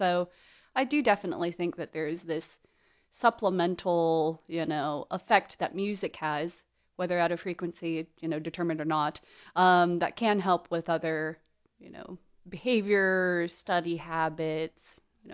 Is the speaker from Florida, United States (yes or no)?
no; Houston, Texas, United States; now in Austin, United States; I live here in Austin, but I'm a transplant from Houston.